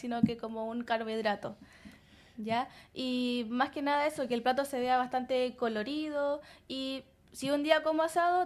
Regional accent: Chile

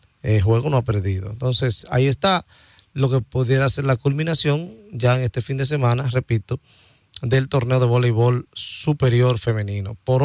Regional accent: Cibao, Dominican Republic; Yo soy cibaeño, yo no soy san cristobalense.

